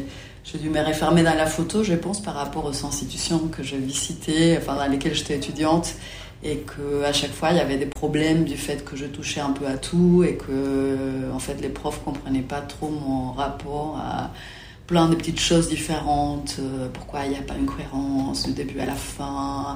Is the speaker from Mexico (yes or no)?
yes; Mexico; moi, je commençais à faire de la photo quand j'étais ado au Mexique.